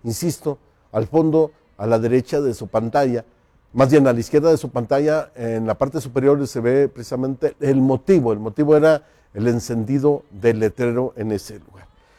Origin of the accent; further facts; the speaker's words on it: Mexico; sí soy mexicano